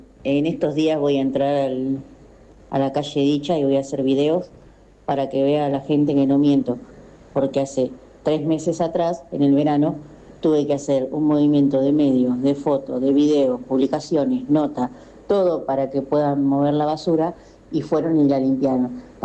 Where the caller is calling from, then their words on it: Argentina; vivo en Entre Ríos y Muñoz, pegado a dicho lugar.